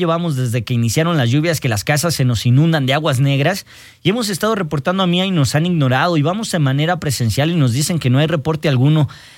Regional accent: Mexico; A mí me encanta ser mexicano. Y cuando en otro país me dicen, ¿de dónde eres?, orgullosamente digo, mexicano.

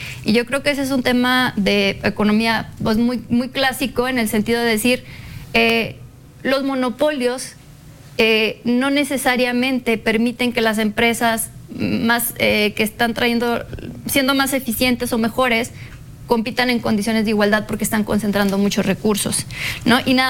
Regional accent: Mexico; nosotros como mexicanos

